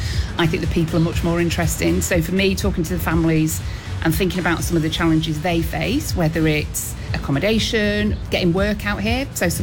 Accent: Stockport, North West England, United Kingdom; I mean, I'm from Stockport, and it gets about 18 and everybody's got a strappy top and some flip-flops on.

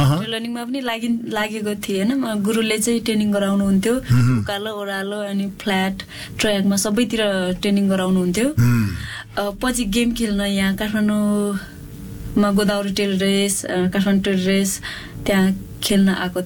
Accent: Pere, Karnali Province, Nepal; मेरो घर कर्णाली प्रदेश जुम्ला पातारासी पेरे.

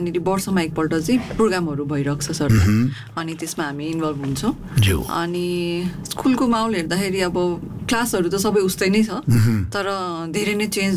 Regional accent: Lalitpur, Bagmati, Nepal; now in Dhapakhel, Nepal; मेरो चाहिँ अहिले घर धापाखेलमा हो सर, र मेरो माइती चाहिँ सातो बाटोमा छ सर

